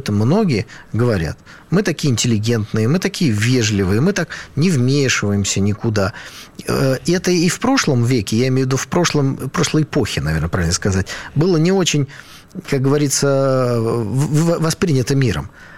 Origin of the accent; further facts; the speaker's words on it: Armenia; что Армения, это он, ну, мы, армяне, да, находится в очень сложном и плохом географическом положении